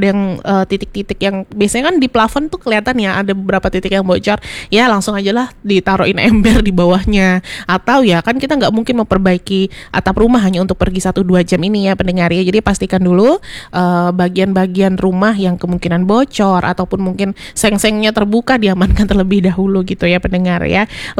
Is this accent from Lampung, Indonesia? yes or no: no; Pontianak, West Kalimantan, Indonesia; kita warga Kota Pontianak dan sekitarnya itu banyak yang mengandalkan air hujan juga